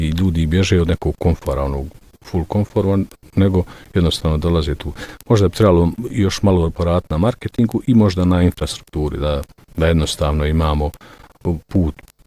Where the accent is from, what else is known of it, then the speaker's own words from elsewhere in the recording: Doboj, Republika Srpska, Bosnia & Herzegovina; Da, ja sam iz Doboja i većina ovih ljudi ovdje u klubu je iz Doboja